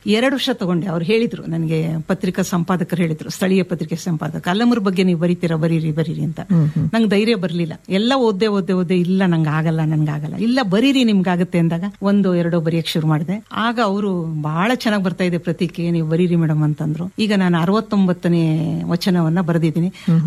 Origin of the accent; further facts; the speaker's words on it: Chitradurga, Karnataka, India; now in Shivamogga, India; ನಾನು ಚಿತ್ರದುರ್ಗದವಳು, ಅಲ್ಲಿ ಬೆಟ್ಟ ಕೋಟೆ ಕೊತ್ತಲೆ ಎಲ್ಲ ಇದೆ. ಚಿಕ್ಕನಿಂದ ಬೆಟ್ಟ ಹತ್ತಿ ಇಳಿದವಳು ನಾನು.